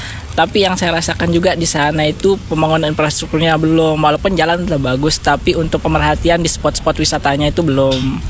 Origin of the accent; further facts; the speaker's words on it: East Lombok, West Nusa Tenggara, Indonesia; Saya asli Lombok Timur. Di Lombok Timur kan desa Teteh Batu.